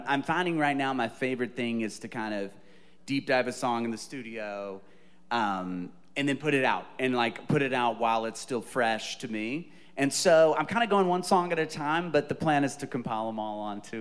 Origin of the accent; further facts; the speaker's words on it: Brookhaven, Mississippi, United States; also born or lived in Oxford, Mississippi; Yes, I'm from Brookhaven, Mississippi originally, which is a small town, South Mississippi, kind of near 90 minutes or so north of New Orleans, near Louisiana. Grew up there and then went to Ole Miss for college, so I lived in Oxford, Mississippi for a few years.